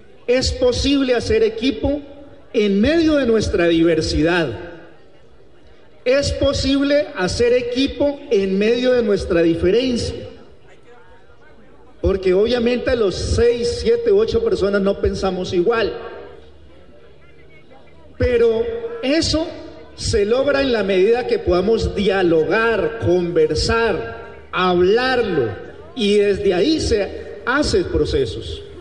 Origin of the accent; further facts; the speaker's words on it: La Esmeralda, Colombia; Yo soy oriundo de La Esmeralda